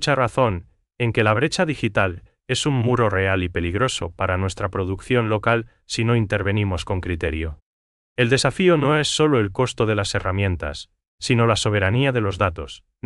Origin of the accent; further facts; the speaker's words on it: Paraguay; nos identifica como paraguayos.